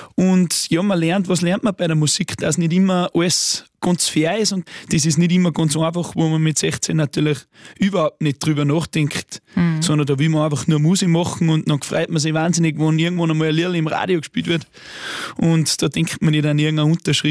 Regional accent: St. Martin, Salzburg, Austria; Natürlich meine ich auch damit meine Heimat St. Martin.

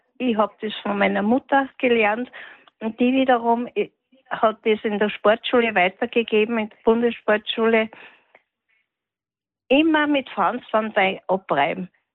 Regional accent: Obertraun, Upper Austria, Austria; Ich bin in Obertraun am Hallstätter See aufgewachsen.

